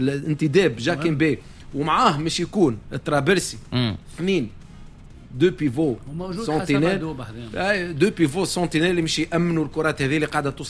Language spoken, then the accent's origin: Arabic; Tunisia